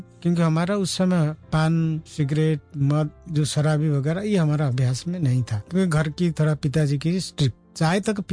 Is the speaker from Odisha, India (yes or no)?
yes; Cuttack district, Odisha, India; now in Shantivan, Rajasthan, India; ये हमारा जन्म स्थान जो ब्रह्मपुरा गांव है जी